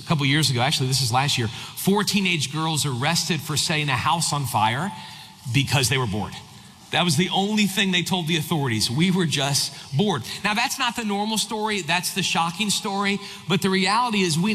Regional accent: New Orleans, Louisiana, United States; I grew up in South Louisiana, New Orleans area.

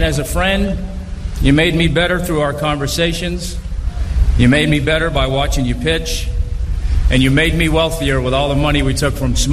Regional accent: Billerica, Massachusetts, United States; my hometown of Billerica, Massachusetts. Actually, I said that wrong. It's Billerica. Sorry. I put too many E's and R's in there. We don't do that up there.

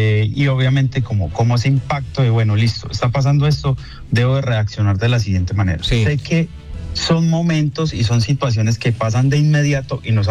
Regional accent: Manizales, Caldas, Colombia; now in United States; buenos días, pues, obviamente, para la comunidad de Manizales. Pues es mi tierra, y obviamente también se afecta a uno psicológica y emocionalmente, estando desde bien lejos.

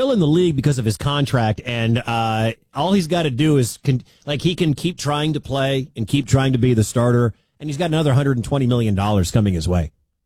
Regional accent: Detroit, Michigan, United States; I'm from Detroit originally.

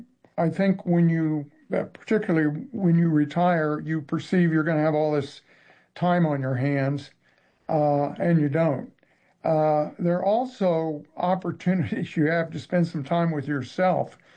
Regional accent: Remington, Indiana, United States; how did a kid from Remington, Indiana, and a high school class of 41 people find himself sitting in a bar drinking beer

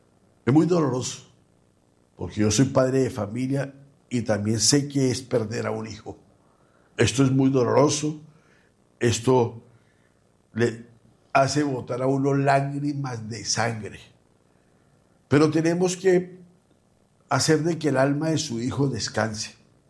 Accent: Mexico; Porque yo vengo desde México, donde se venera, donde se hacen altares a la Santa Muerte.

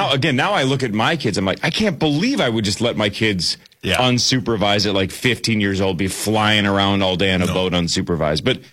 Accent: Chisago City, Minnesota, United States; I loved growing up in Chisago Lakes. Everybody has access to lakes because there's so many lakes.

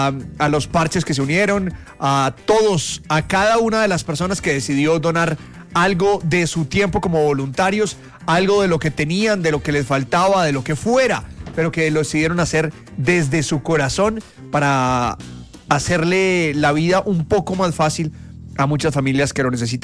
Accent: Colombia; el orgullo que sentimos como colombianos

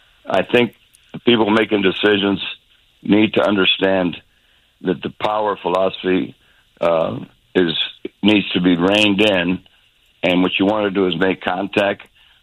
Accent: Tampa, Florida, United States; when I was born and raised in Tampa, Florida, my dad, my family, you know, was all about baseball.

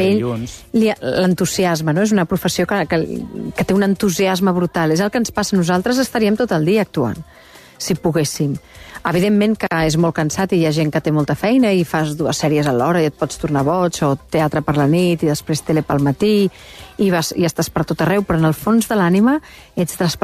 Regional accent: Barcelona, Catalonia, Spain

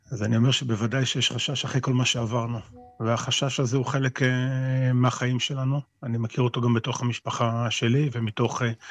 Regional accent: Kfar Aza, Southern District, Israel; אני בן כפר עזה, נולדתי בכפר עזה. ההורים שלי היו ממקימי הקיבוץ. זה השורשים שלי.

